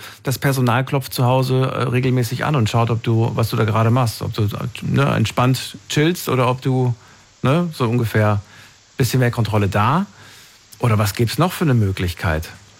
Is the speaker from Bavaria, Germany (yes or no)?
no; Thuringia, Germany; born there; Ich bin in Thüringen geboren, das war früher so.